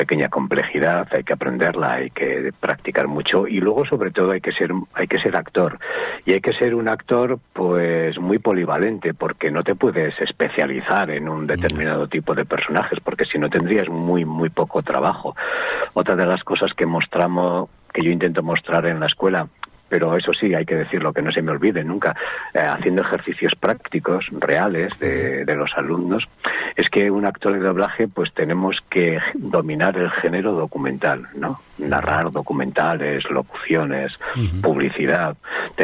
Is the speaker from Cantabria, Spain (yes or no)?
yes; Castro Urdiales, Cantabria, Spain; Claro, yo soy de Cantabria, soy de Castruriales